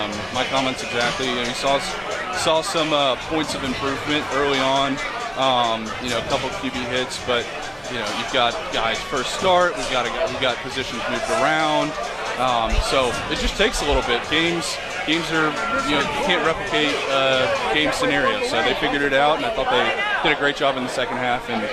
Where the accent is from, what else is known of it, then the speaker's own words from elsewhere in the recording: the South, United States; Man, growing up in the South, I didn't grow up a Notre Dame fan.